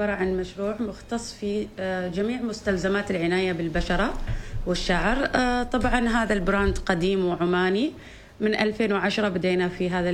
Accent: Salalah, Dhofar, Oman; أنا من صلالة،

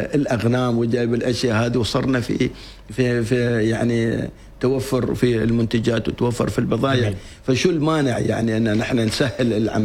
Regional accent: Oman; اليوم نحن كمجتمع عماني في تزايد

